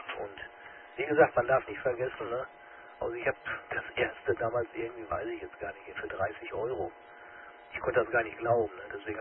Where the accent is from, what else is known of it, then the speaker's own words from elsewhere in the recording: Beckum, North Rhine-Westphalia, Germany; Weil ich komme hier aus Bechkam, ne?